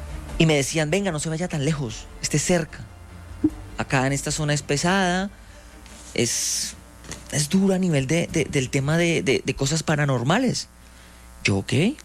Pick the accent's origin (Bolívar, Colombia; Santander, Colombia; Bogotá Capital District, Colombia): Santander, Colombia; El Hato; born there; moved away; also born or lived in Bogotá, Colombia; Yo nací en Bogotá, yo soy Rolo, pero yo me crié en un pueblo que se llama El Hato, Santander.